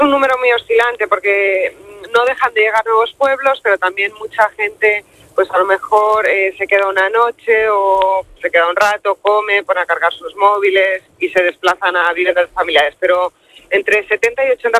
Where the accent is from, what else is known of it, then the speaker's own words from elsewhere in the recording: Castilla-La Mancha, Spain; qué es lo que más te gusta de Guadalajara, pues la Sierra Norte, que pues está al final al lado de mi pueblo, que hemos pateado tanto